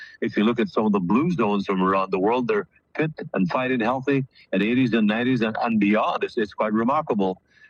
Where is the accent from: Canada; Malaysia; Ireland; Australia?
Ireland; moved away as an adult; now in United States; I'm an Irish citizen, as you know, though I've lived in the United States and have been so for 20 plus years.